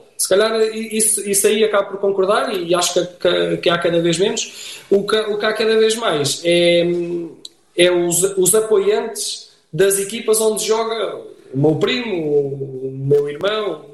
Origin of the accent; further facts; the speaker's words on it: Lamelas, Portugal; eu sou natural de Lamelas, vivo em Lamelas mesmo.